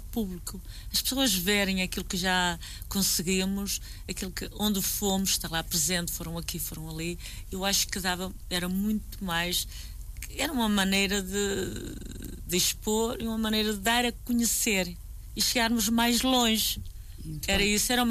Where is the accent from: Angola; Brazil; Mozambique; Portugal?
Portugal; o mesmo orgulho em ser capelense